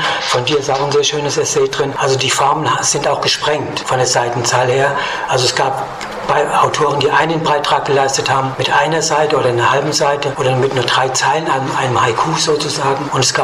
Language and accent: German; Bingen am Rhein, Rhineland-Palatinate, Germany; now in Niederheimbach, Germany; Aus Bingen am Rhein und bin dann in verschiedenen Stationen Deutschlands und Südamerikas gewesen, auch Israel, Indien und so weiter und so fort. Bin ziemlich in der Welt rumgekommen stellenweise und wohne jetzt in Niederheimbach am Rhein in einem schönen, wunderbaren Haus